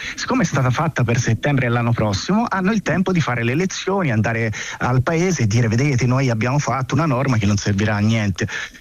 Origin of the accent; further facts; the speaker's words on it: Prato, Tuscany, Italy; now in Rome, Italy; io sono originario di Prato